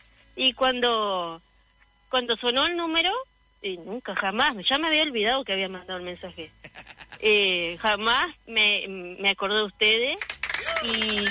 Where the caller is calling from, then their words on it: Colonia Gartenthal, Río Negro, Uruguay; yo en San Javier no vivo mismo, yo vivo en Colonia Gartenthal, es una colonia alemana.